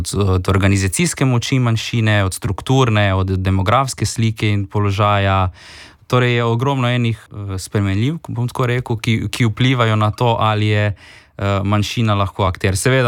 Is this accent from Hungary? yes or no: no; Rijeka, Primorje-Gorski Kotar County, Croatia; sem reški Slovenc, v bistvu, da prihajam iz Reke